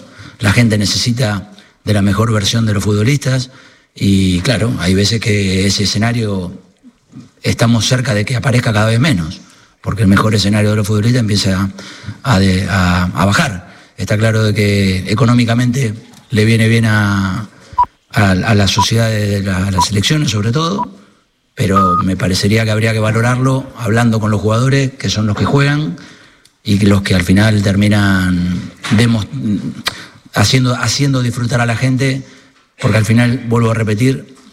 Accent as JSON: {"language": "Spanish", "country": "Argentina", "said": "Agradecerle como argentino todo lo que nos dio"}